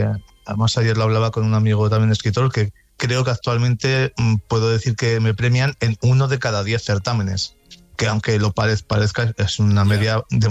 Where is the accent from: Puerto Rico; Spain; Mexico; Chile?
Spain; Haro, La Rioja; born there; que además es de mi pueblo, en Aro